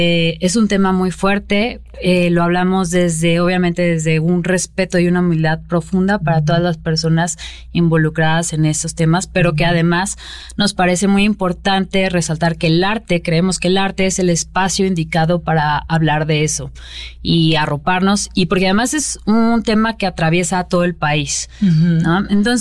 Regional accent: Mexico; pues que ya per se es implícito porque somos mexicanos todos

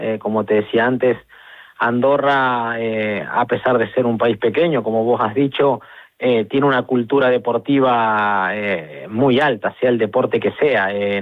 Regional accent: Argentina; Y Argentina es otro país en el cual yo soy argentino y teníamos que tener uno ahí.

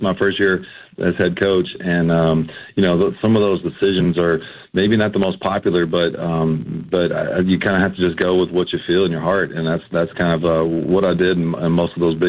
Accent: Louisville, Kentucky, United States; So I grew up in Louisville, so if I win or I lose, I'm still going to live in that city.

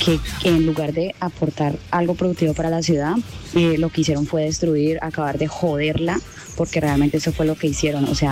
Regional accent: Cali, Valle del Cauca, Colombia; No tenemos futuro en la ciudad de Cali. Tristemente, yo soy de Cali

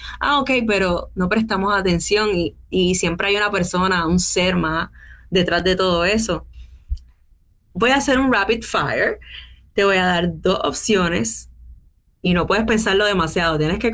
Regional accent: Puerto Rico; soy la única boricua

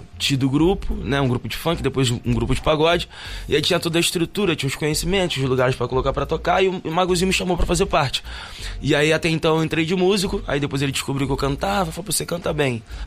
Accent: Rio de Janeiro, Brazil; lá no Rio de Janeiro, em Madureira, meu lugar, que eu costumo chamar de meu lugar, porque fui nascido e criado em Madureira

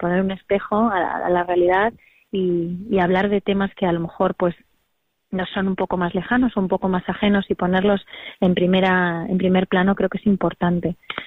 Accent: Vigo, Galicia, Spain; moved away as an adult; now in Madrid, Spain; estar afincada en Madrid desde hace muchos años y poder venir a Vigo y rodar en mi tierra y con mi gente y que se vea mi ciudad.

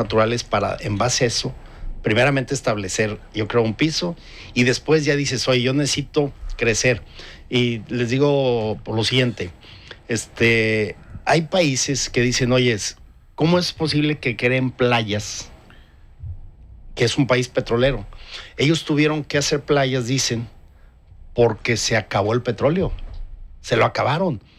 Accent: Mexico; Ahí tengo que ver también que no como mexicanos somos los más, porque no tenemos el sistema o la tecnología adecuada para llevar a cabo esa calidad.

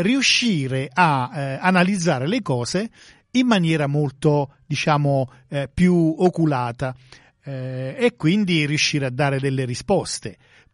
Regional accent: San Giorgio La Molara, Campania, Italy; come si dice al mio paese, a San Giorgio la Molara

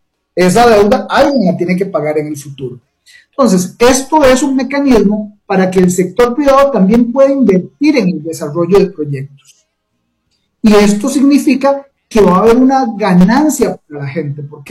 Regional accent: Costa Rica; yo como costarricense, como consumidor

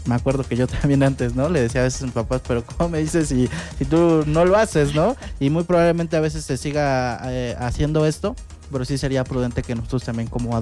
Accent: Mexico

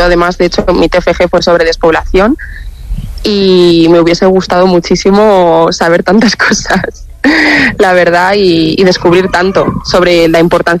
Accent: San Miguel del Valle, Castile and León, Spain; porque para mí mi pueblo es muy importante y es todo. Son mis raíces, efectivamente.

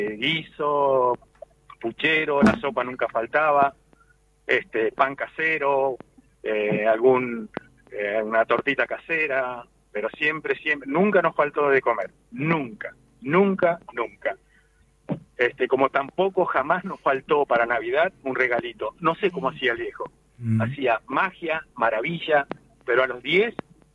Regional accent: Villa Libertad, Entre Ríos, Argentina; No, nosotros venimos de Entre Ríos, de un pueblito cercano a Chajarí.

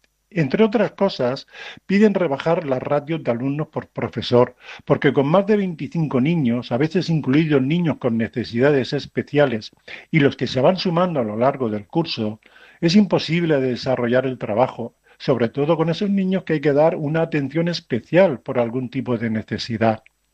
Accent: Cox, Valencian Community, Spain; tantos colegios de la Vega Baja, como por ejemplo en Cos, mi pueblo?

